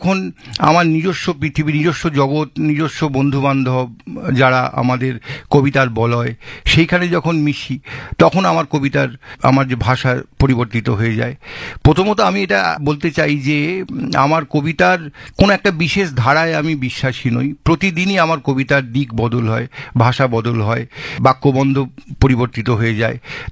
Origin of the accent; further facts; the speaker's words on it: Dhaniakhali, West Bengal, India; বেড়ে ওঠা ধনেখালি, ধনিয়াখালী, তাঁতের শাড়ি যে সেই জায়গাতে আমার বেড়ে ওঠা।